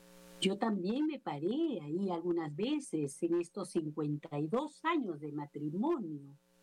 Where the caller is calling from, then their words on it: Lima, Peru; les hablo desde Lima, Perú